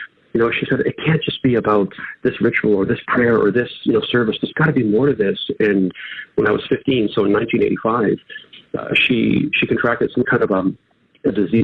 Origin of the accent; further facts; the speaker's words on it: Canada; also born or lived in Portugal; So I'm 50 now, and I was born in Portugal, and my parents immigrated to Canada when I was just over 2 years old. So although I have Portuguese roots, you know, I'm fully Canadian, haven't been here 48 years.